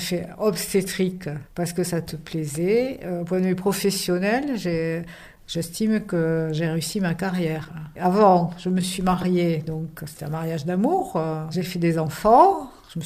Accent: Southern France, France; Après, sinon, non, quand on vient du sud de la France, Montréal, le Canada.

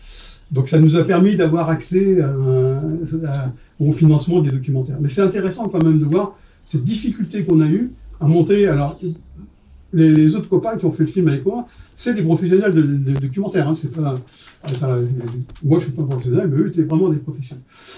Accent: Lyon, Auvergne-Rhône-Alpes, France; On n'est pas parisien, on est lyonnais. Pourquoi des Lyonnais vont faire un documentaire sur quelqu'un qui est parisien

